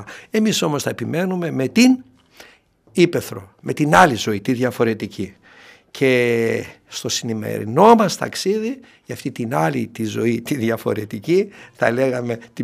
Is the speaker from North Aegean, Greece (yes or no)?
no; Doirani, Central Macedonia, Greece; Είναι δίπλα από το χωριό μου, Δοϊράνη εγώ